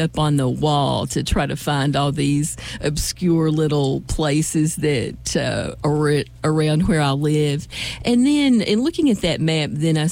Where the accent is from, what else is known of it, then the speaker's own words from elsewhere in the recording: Kentucky, United States; I'm from southeastern Kentucky, where my family has been living for a really long time, and where I live now in Clay County.